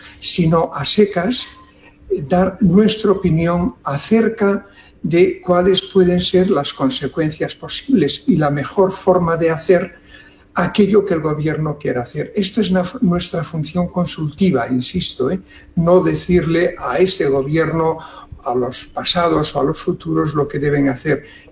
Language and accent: Spanish; Galicia, Spain; yo soy gallego